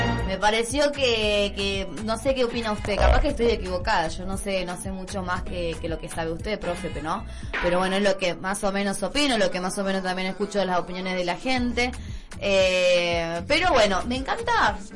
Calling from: Argentina; como todo argentino

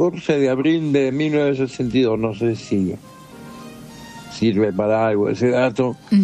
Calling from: Gonnet, Buenos Aires Province, Argentina; desde Gonet, cerca de la República de los Niños.

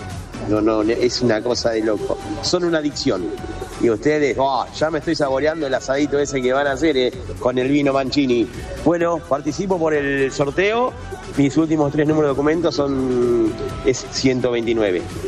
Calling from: La Plata, Buenos Aires Province, Argentina; de acá, de La Plata.

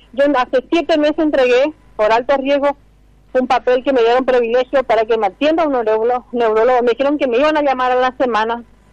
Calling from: Colonia Elisa, Chaco, Argentina; Soy de Colonia Elisa.

